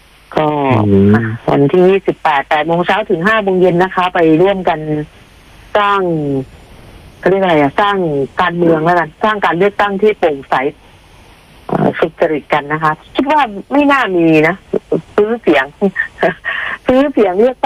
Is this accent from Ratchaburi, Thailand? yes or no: no; Bangkok, Thailand; เราอยู่เป็นชาวกรุงเทพมาตลอด38ปี